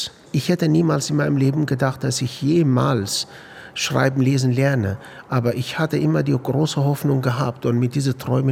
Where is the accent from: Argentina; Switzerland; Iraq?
Iraq; Kurdistan Region; born or raised there; German is a second language; moved away as an adult; now in Munich, Germany